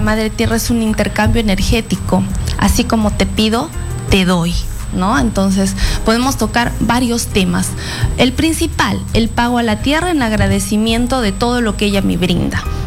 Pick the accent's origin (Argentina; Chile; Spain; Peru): Peru; Arequipa; Yo soy de Arequipa